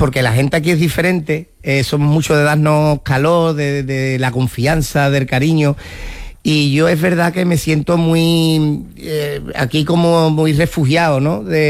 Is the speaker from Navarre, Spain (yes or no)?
no; Seville, Andalusia, Spain; yo he sido siempre mucho de Andalucía, no solo de mi tierra de Sevilla, sino yo he vivido de Cádiz, de Málaga, de Granada.